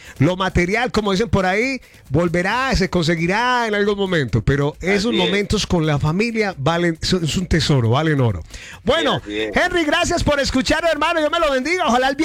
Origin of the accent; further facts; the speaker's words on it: Paisa region, Colombia; Porque como buenos paisas también hay veces lo dejamos para el último.